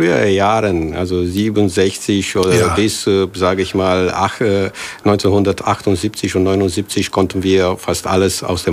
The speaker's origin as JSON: {"language": "German", "region": "Bucharest", "country": "Romania", "tie": "born or raised there", "moved": "as an adult", "lives_now": "Wissen, Germany", "said": "26 Jahre, bis ich nach Deutschland kam, habe ich in Bukarest gelebt, in der großen Metropole mit über 2,5 Millionen Menschen"}